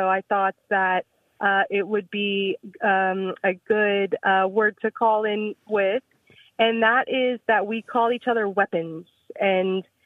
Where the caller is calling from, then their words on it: Jacksonville, Florida, United States; Hi, I live in Jacksonville, Florida.